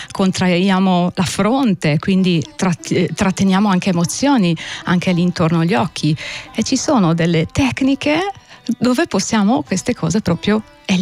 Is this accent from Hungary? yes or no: yes; Budapest, Hungary; moved away as an adult; also born or lived in Lake Garda, Italy; now in Italy; le mie origini, la mia radice è proprio la terra ungherese. Quindi io vengo da Budapest e mi sono tuffata nel mondo dell'esperienza molto giovane, e quindi 21 anni, 22 anni mi sono trasferita in Italia e ho vissuto tantissimi anni in Italia.